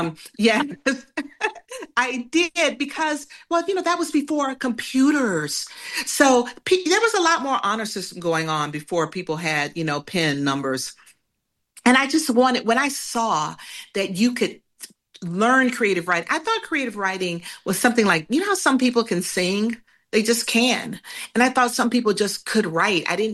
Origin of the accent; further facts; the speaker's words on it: Atlanta, Georgia, United States; When I was growing up in Atlanta, I grew up in an all-black middle-class environment.